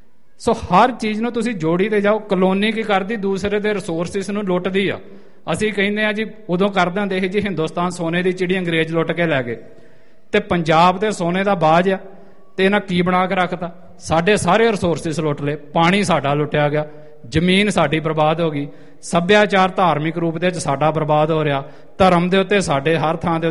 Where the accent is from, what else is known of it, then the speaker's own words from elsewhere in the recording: Punjab, India; moved away; ਅਸੀਂ ਸਾਰੇ ਪੰਜਾਬ ਤੋਂ ਹਾਂ